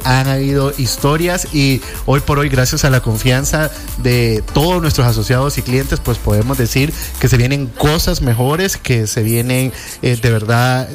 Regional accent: El Salvador; como buenos salvadoreños que somos

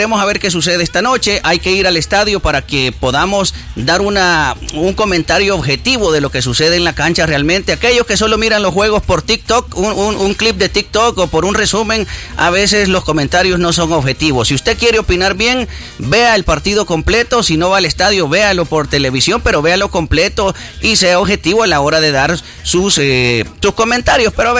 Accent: El Salvador; Yo como salvadoreño, la selecta siempre es mi equipo, es mi país.

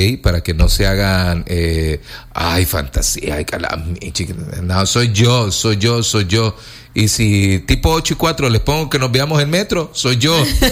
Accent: El Salvador; Lo que a veces nos ha tocado a nosotros como salvadoreño común.

